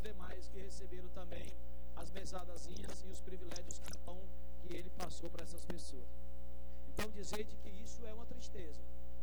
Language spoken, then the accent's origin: Portuguese; Ceará, Brazil; eu, como cearense, como parlamentar dessa casa